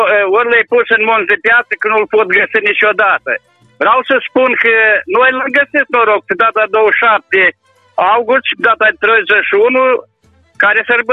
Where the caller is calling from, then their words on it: Bilicenii Vechi, Sîngerei District, Moldova; de la Bilicene Vechi